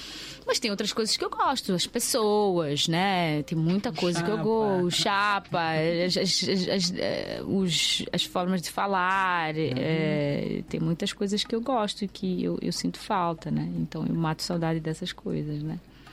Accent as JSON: {"language": "Portuguese", "country": "Mozambique", "moved": "as an adult", "lives_now": "Brazil", "said": "eu sou muito moçambicana, eu sou moçambicana ferrenha, ferrenha."}